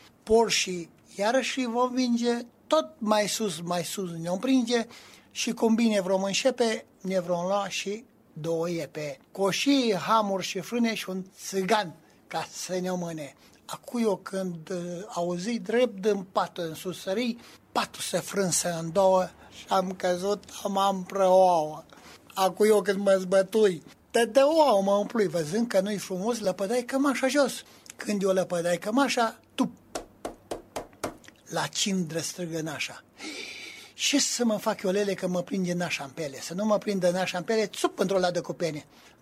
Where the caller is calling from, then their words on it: Reșița, Caraș-Severin, Romania; din Reșița